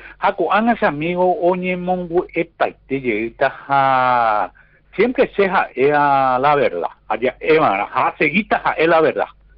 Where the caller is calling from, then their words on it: San Pedro, Paraguay; como santaniano, como sanpedrano, como paraguayo, como colorado.